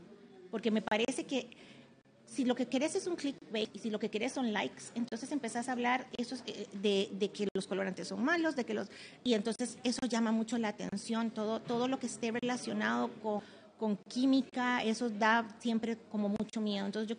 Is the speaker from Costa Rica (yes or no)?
yes; Costa Rica; soy de Costa Rica. ¿Eh? En mi país tiembla mucho, aquí tiembla mucho.